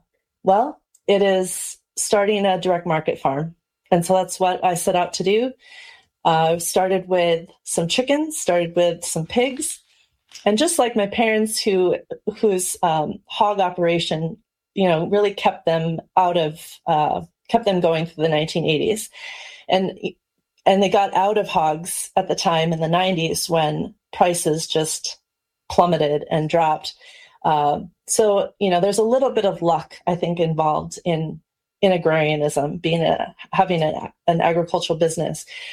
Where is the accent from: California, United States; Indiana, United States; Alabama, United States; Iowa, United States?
Iowa, United States; Charles City; moved away as an adult; I grew up here in Charles City, Iowa. We're in Northeast Iowa. For 18 years, came back 18 years later